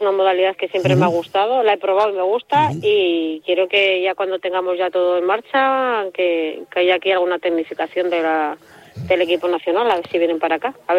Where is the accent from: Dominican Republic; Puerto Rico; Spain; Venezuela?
Spain; Canary Islands; Que a nosotros como canarios, sí es verdad que nos sale más económico trasladarnos a la península